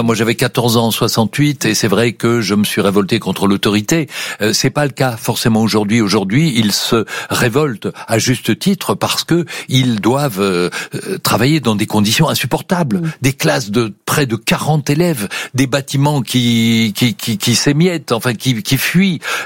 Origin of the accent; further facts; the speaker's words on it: Belgium; now in France; Je suis belge.